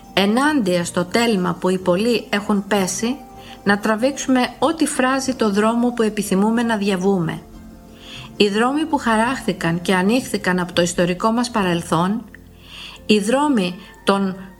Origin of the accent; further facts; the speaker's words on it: Greece; σαν Έλληνες, σαν χριστιανοί